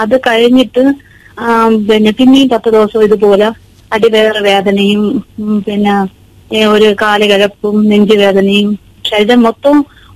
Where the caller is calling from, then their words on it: Thiruvananthapuram, Kerala, India; ഞാൻ തിരുവനന്തപുരത്ത് നിന്നാണ് താമസിക്കുന്നത്.